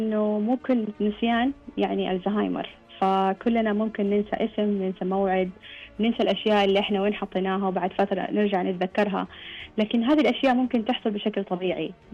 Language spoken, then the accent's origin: Arabic; Saudi Arabia; لما نتكلم عندنا بالسعودية نتكلم عن أرقام وتقديرات يعني توصل حوالي 130 ألف مصاب بالزهايمر